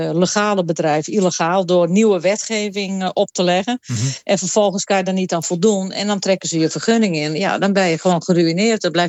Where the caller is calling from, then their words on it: Netherlands; Wanneer staan wij als Nederlanders nu eens op?